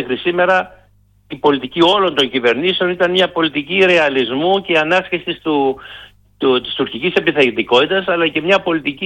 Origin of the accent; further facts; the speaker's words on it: Chios, North Aegean, Greece; από την πατρίδα μου τη Σχύο